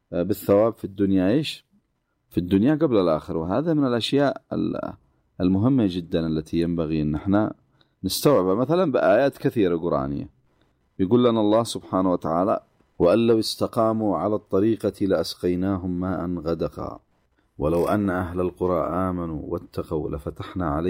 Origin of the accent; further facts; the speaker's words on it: Yemen; إحنا كشعب يمني